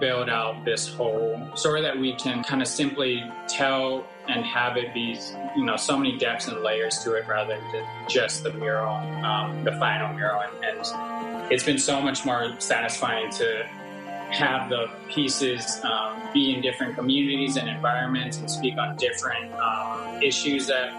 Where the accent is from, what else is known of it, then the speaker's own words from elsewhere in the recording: Hawaii, United States; Yeah, we're from Oahu, Hawaii. We kind of grew up in nature, so it's the perfect blend of what has influenced us.